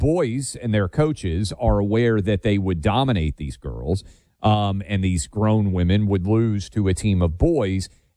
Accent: Nashville, Tennessee, United States; my attempt to buy a WNBA expansion franchise for my hometown in Nashville.

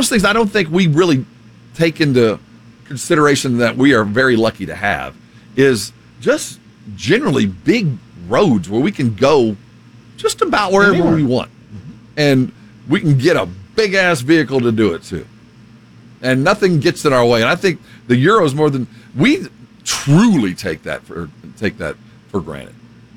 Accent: United States

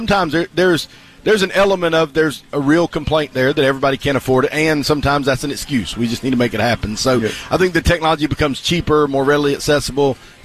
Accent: Gulf Coast, United States; I'm from the Gulf Coast

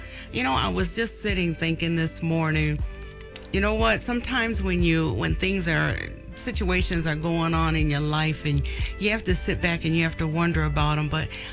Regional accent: Bald Knob, Arkansas, United States; also born or lived in Little Rock, Arkansas; I was born in Little Rock, Arkansas. Grew up in Bald Knob, Arkansas, which is not very far from Little Rock.

